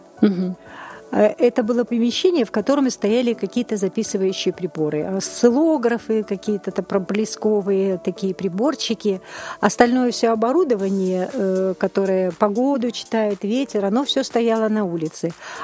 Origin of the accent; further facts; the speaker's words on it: Suntar, Sakha Republic, Russia; born there; also born or lived in Aikhal; В Сунтарах я родилась.